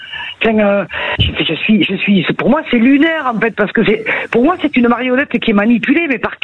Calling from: France

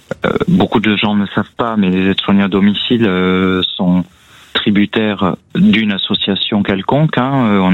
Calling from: Bordeaux, Nouvelle-Aquitaine, France; je vous appelle de Bordeaux.

